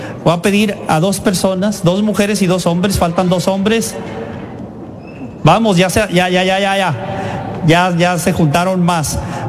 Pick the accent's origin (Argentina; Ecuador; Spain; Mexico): Mexico